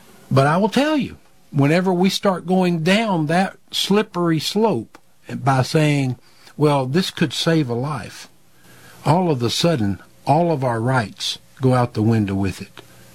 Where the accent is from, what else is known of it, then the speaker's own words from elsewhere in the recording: Union City, Tennessee, United States; now in Mount Airy, United States; I grew up in Tennessee and kind of lived in a town a lot like Mount Airy. It was called Union City.